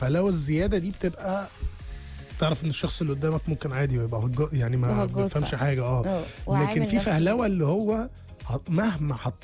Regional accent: Egypt; عندنا في مصر

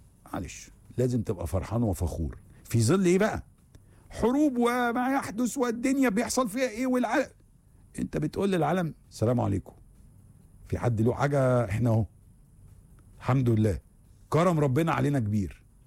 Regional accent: Egypt; احنا كمصريين

